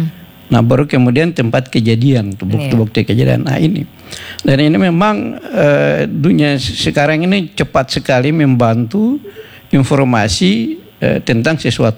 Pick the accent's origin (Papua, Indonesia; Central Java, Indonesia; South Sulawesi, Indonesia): Papua, Indonesia; Karena pikiran saya ini, kita Papua ini mungkin dibayar ras negroid ya.